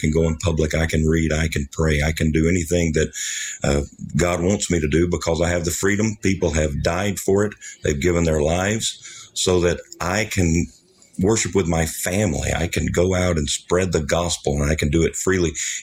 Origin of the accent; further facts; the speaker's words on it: United States; When I think about being an American, I think about the freedom that I have to worship.